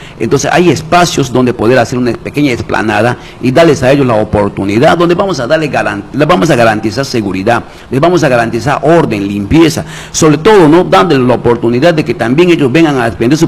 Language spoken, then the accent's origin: Spanish; Iquitos, Loreto, Peru; Yo quiero trabajar por Belén porque quiero darle la oportunidad a mi pueblo